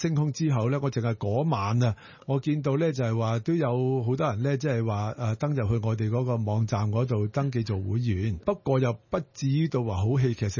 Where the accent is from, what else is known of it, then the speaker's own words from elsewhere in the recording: Hong Kong; 我谂我同其他香港人一样